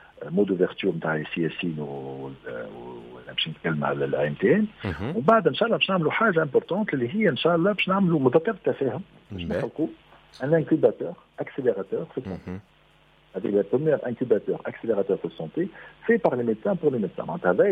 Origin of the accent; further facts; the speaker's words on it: Tunisia; عندنا في تونس